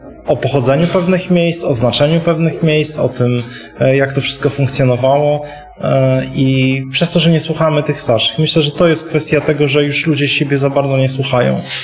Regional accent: Podlaskie Voivodeship, Poland; Ale jestem stąd i dlatego piszę o tych miejscach.

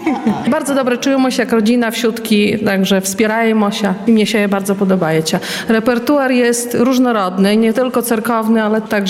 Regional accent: Dubicze Osoczne, Podlaskie Voivodeship, Poland; І живу в другій гміні, ніж гміна тутай Нареш. Походжу з Дубічі Осочних і доїжджаю тутай.

